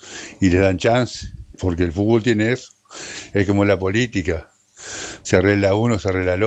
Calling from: San Jacinto, Canelones, Uruguay; acá, San Jacinto

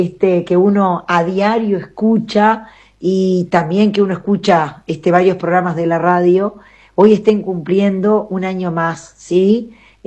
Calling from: Tacuarembó, Uruguay; Porque somos de Tacuarembó

